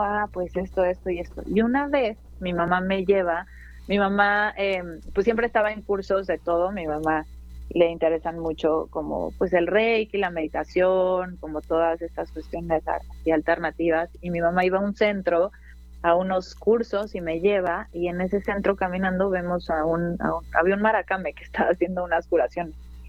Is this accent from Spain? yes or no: no; Mexico City, Mexico; mi padre, pues se viene a la Ciudad de México y no nos enseña zapoteco porque a mi papá, pues lo discriminaron, ¿no? O sea, su primer lengua no era el castellano